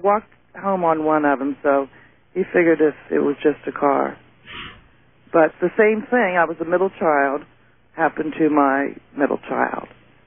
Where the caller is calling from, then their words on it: Texas, United States; from Texas.